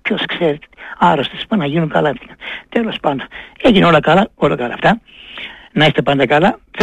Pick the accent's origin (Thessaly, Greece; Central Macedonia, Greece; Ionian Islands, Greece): Central Macedonia, Greece; Irakleia; now in Thessaloniki, Greece; Κάποτε στο χωριό μου, ίδια περίπτωση, κύριε Ζόρταν, ήμουν μικρός, πριν έρθω στη Θεσσαλονίκη, έπαιζε το χωριό μου, αν έχεις ακουστά την ομάδα της Ηράκλειας, Μέγας Αλέξανδρος, της Τσουμαγιάς.